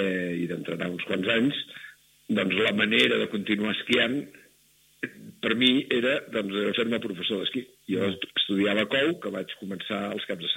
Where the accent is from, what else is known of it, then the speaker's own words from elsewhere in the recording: Barcelona, Catalonia, Spain; Jo sóc fill de Barcelona